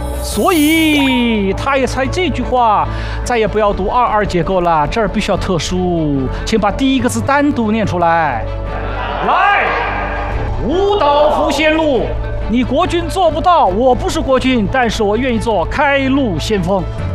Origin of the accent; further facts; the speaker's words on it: Wuxi, Jiangsu, China; 在我的老家无锡